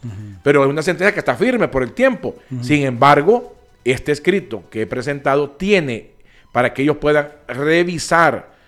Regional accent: Honduras; Es una cuestión como hondureño que tengo

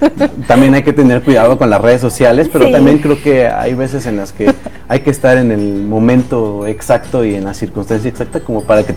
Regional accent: Mexico; los mexicanos estamos siendo tendencia en todas las redes sociales.

